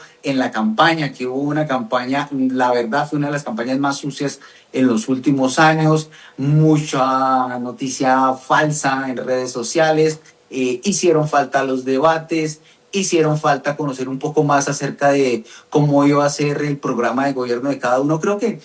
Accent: Colombia; por lo menos la percepción que tiene uno como colombiano es que las elecciones del pasado han sido, por lo menos de manera transparente, limpias.

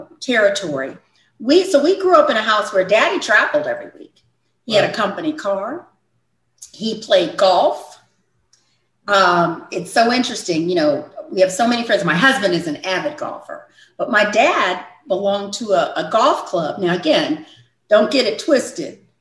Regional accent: St. Louis, Missouri, United States; also born or lived in Kansas City; I am the daughter of … born and raised in St. Louis, Missouri. Raised, educated, and started my professional life there. I'm also a wife and a mother.

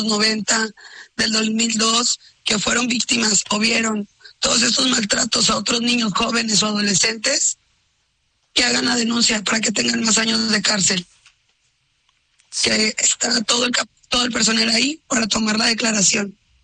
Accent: Ciudad Mante, Tamaulipas, Mexico; yo soy de Ciudad Mante.

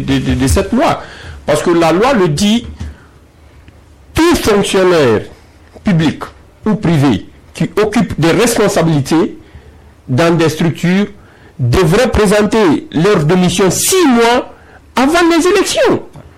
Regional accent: Conakry, Guinea; je vis ici à Lambani, j'ai grandi ici à Lambani

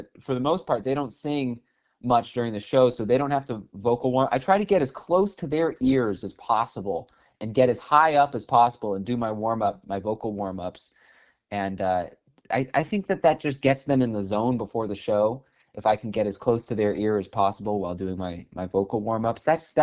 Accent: Los Angeles, California, United States; So I had the good luck of growing up in California, in Los Angeles. So this happens to be a place where there's musicians all over the place.

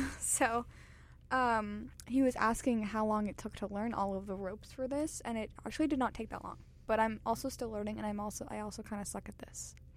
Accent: Tampa, Florida, United States; Okay, so I'm from Tampa, guys, if you have not heard, because I've said it about 400 times in my other shows.

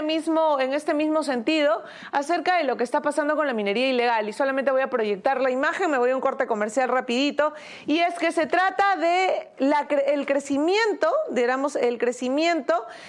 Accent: Peru; un idioma que además nos representa como peruanos.

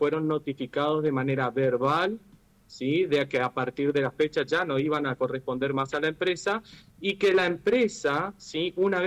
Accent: Posadas, Misiones, Argentina; vengo de la provincia de Misiones, Posadas, capital, ¿sí?

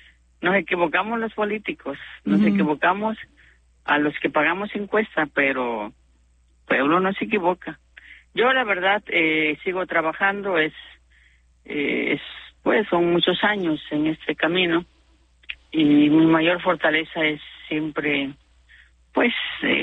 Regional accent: Mexico

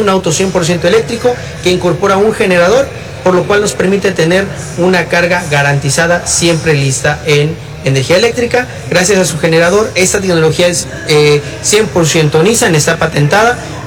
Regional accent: Mexico; somos mexicanos

